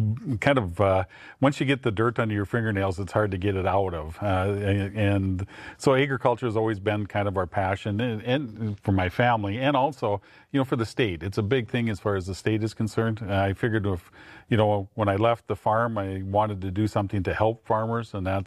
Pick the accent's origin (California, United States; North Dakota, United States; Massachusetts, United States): North Dakota, United States; Milnor; born or raised there